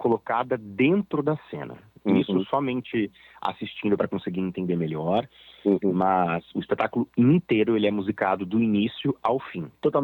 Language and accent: Portuguese; São Paulo, Brazil; moved away as an adult; also born or lived in Rio de Janeiro; eu me mudei para o Rio de Janeiro, sou de São Paulo, para fazer o espetáculo.